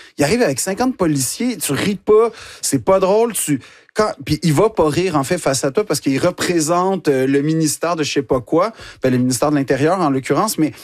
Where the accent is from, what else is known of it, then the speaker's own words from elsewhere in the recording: Quebec, Canada; now in France; Donc, en fait, je ne suis pas un Français, je suis un Québécois qui est en France.